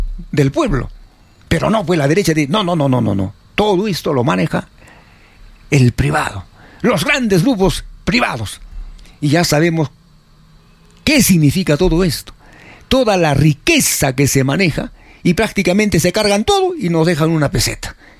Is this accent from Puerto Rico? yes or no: no; Peru